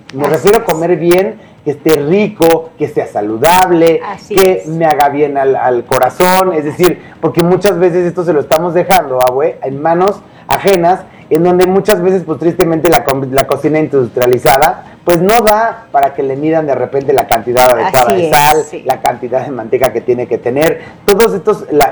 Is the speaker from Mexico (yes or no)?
yes; Mexico; somos mexicanos